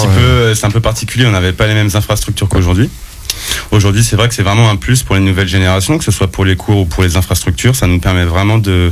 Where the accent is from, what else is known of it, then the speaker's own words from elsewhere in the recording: La Tranche-sur-Mer, Pays de la Loire, France; du coup je viens de la Tranche, exactement au Conche.